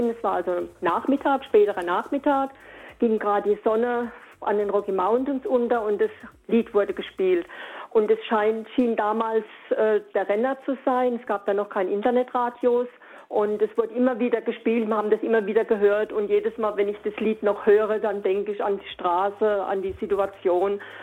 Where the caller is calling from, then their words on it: Keutschach, Carinthia, Austria; ich bin aus Kreuzschach, nicht aus Reifnitz.